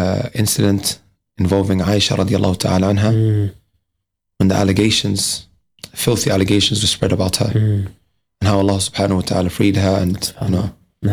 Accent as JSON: {"language": "English", "town": "Leicester", "region": "East Midlands", "country": "United Kingdom", "said": "So I'm from Leicester, but I come visit her from time to time."}